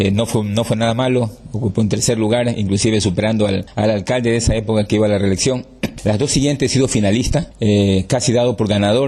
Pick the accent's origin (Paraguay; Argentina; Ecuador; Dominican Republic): Ecuador; Esmeraldas; es un nuevo cantón, el nuevo Eloy Alfaro, que solamente está conformado por tres parroquias rurales, una urbana, y créeme que esa es mi tierra natal, es donde yo me he desarrollado